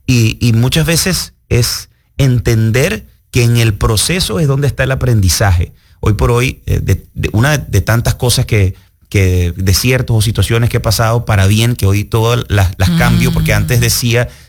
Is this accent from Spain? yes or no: no; Maracaibo, Zulia, Venezuela; moved away as an adult; also born or lived in Barquisimeto, Venezuela; now in Miami, United States; Nací en Barquisimeto, pero luego me llevan desde chiquitito a Maracaibo